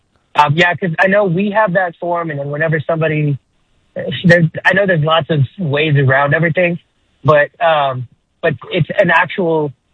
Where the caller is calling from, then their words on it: Seguin, Texas, United States; So we're based out of Seguin.